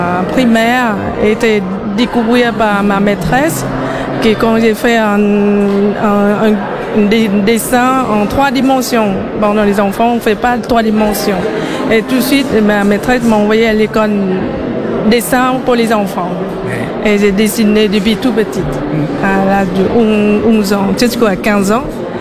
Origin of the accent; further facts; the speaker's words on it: Vietnam; moved away; mon souvenir de mon enfance quand j'étais au Vietnam